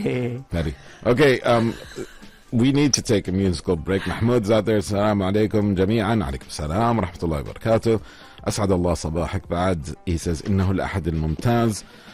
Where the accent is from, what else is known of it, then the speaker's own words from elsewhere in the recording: Salalah, Dhofar, Oman; And they're always asking me because I'm from Salala.